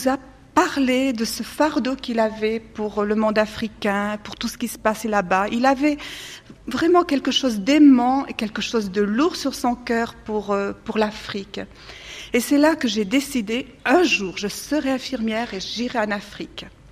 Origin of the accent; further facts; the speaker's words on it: France; Je viens de la France. J'ai été élevée dans une famille très formidable, très unie, avec des parents aimants.